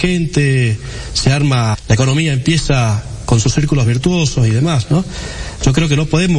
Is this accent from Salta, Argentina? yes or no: yes; Salta, Argentina; Porque nosotros somos salteños, tenemos un tope vigente